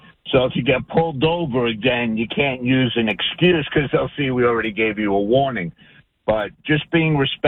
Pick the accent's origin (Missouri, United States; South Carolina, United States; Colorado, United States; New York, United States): New York, United States; now in Matawan, United States; I grew up in the Bronx